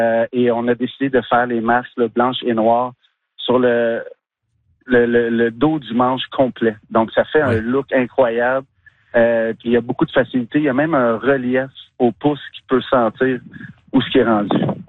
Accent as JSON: {"language": "French", "town": "Montreal", "region": "Quebec", "country": "Canada", "said": "Je viens de Montréal moi-même, j'habite Montréal."}